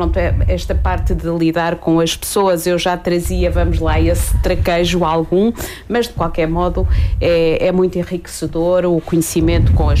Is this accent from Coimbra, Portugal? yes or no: yes; Coja, Coimbra, Portugal; also born or lived in Lisbon; Mas sempre me identifiquei como sendo cojense, na medida em que só fui lá nascer, portanto sou verdadeiramente coja. Nasci, fiz lá a minha escola primária